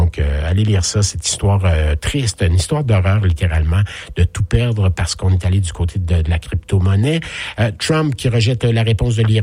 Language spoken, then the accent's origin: French; Quebec, Canada; en Mauricie, Bois-Franc, dans mon coin de pays, à moi d'où je viens.